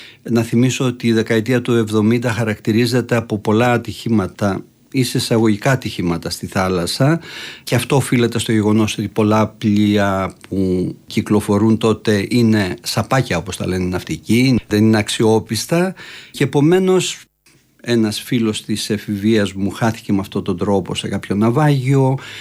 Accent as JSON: {"language": "Greek", "area": "Lemnos", "region": "North Aegean", "country": "Greece", "tie": "born or raised there", "moved": "yes", "said": "μεγαλώνοντας στη Λίμνο, ένα νησί που δεν χαρακτηρίζεται από την ναυτιλία περισσότερο, είναι αγροτοκτηνοτροφικό νησί"}